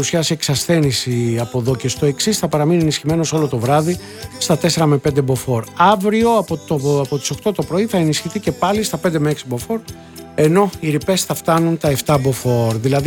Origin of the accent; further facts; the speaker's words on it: Peloponnese, Greece; στο Γήθιο, κάτω εκεί στα μέρη μου.